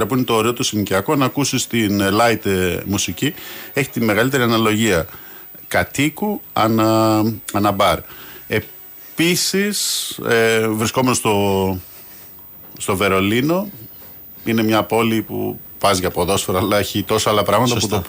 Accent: Kavala, East Macedonia and Thrace, Greece; γιατί είμαι από Καβάλα και η πρώτη φορά που πήγα γήπεδο ήταν 10 χρονών

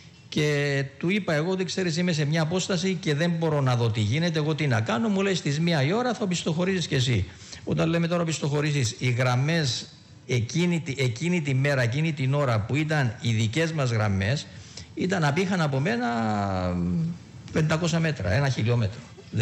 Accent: Kythrea, Nicosia District, Cyprus; moved away; από την Κυθρέα, από το χωριό μου

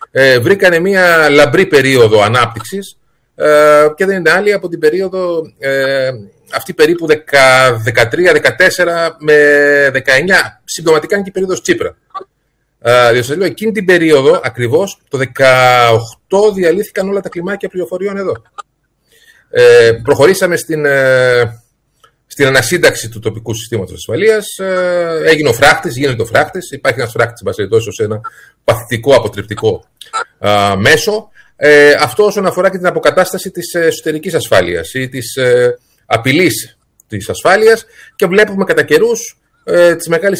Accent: Koroni, Peloponnese, Greece; now in Komotini, Greece; Εγώ δεν είμαι Θρακιώτης, είμαι από την Κορώνη Μεσσηνίας. Απλά παντρεύτηκα και έκανε οικογένεια στην Κομωτινή.

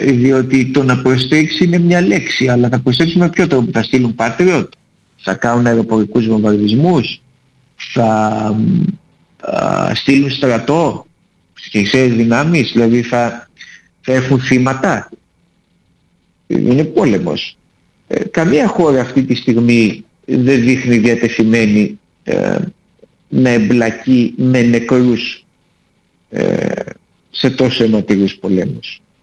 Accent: Greece

